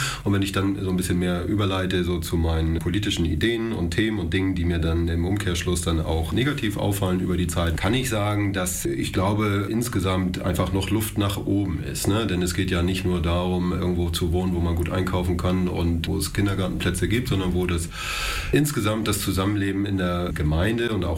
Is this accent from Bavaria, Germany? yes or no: no; Flensburg, Schleswig-Holstein, Germany; now in Roßdorf, Germany; ich bin seit knapp 5 Jahren Rossdorfer, ich komme ursprünglich aus Flensburg